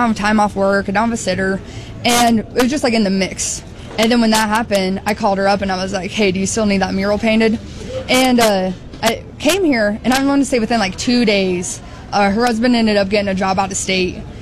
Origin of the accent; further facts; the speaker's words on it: Russell, Hays, Kansas, United States; moved away as an adult; I'm actually from Kansas.